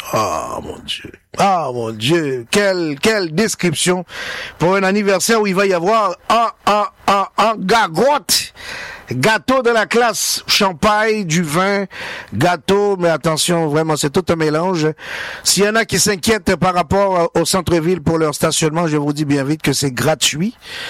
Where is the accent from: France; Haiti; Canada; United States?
Haiti; now in outside Haiti; Faire un tour en Haïti, revoir ma terre natale, surtout vivre le soleil, faire un tour à la mer.